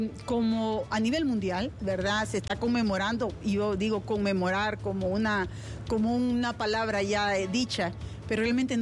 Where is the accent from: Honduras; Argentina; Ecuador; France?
Honduras; Somos seres humanos, somos hondureños